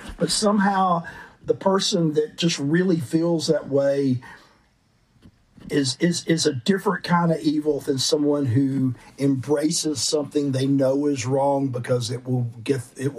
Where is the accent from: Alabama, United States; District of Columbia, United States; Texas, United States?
Alabama, United States; You know, for starters, you know, my home state is obviously, there's a lot of bad things you can say about Alabama